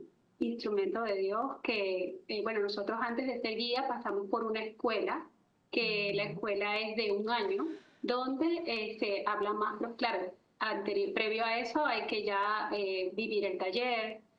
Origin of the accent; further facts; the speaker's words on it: Venezuela; also born or lived in Florida; now in Katy, United States; ahorita aquí en Katy, Texas, y bueno, estaba en Florida anteriormente y ahora estoy acá. Soy venezolana.